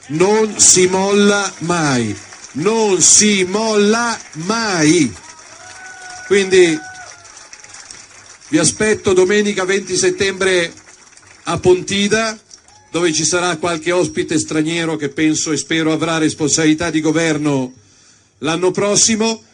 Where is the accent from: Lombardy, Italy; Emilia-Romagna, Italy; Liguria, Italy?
Lombardy, Italy; chi c'è dalla mia Lombardia?